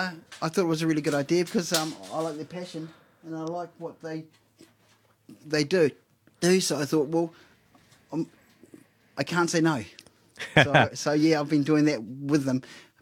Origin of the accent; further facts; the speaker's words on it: Plymouth, South West England, United Kingdom; now in Paekakariki, New Zealand; I'm from Plymouth, and I've been to a lot of places, and I've lived in a lot of places. But Paikakariki has a bunch of cool people.